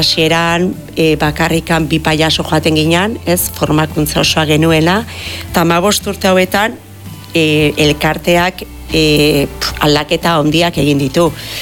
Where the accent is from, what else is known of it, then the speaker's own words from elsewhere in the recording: Errenteria, Basque Country, Spain; ni horretakoa, errenteikoa naz.